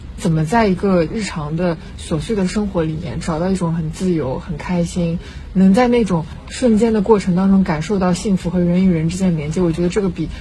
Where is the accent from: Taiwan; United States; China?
China; 但是我们中国人的那个文化里面，我们比较欣赏大团圆的结局